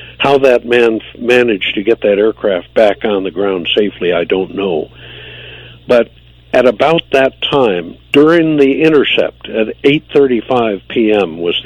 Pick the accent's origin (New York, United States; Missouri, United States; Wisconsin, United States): Missouri, United States; born there; I was born in Missouri, Art, 67 years ago, the show-me state.